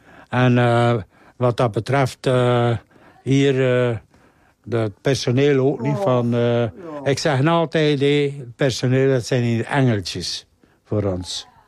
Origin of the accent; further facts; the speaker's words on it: De Haan, West Flanders, Belgium; Ik kom van Den Haan. Den Haan.